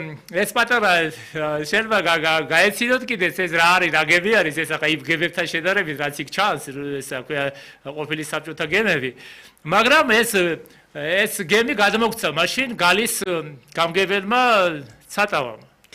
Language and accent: Georgian; Western Georgia, Georgia; მე ხშირად ჩავდიოდი სპეციალურად იმიტომ რომ მე თვითონ დასავლეთიდან ვარ